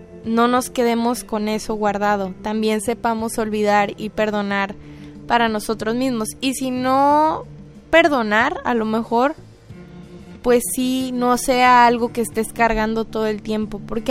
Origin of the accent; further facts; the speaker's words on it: Mexico; la mayoría de nosotros como mexicanos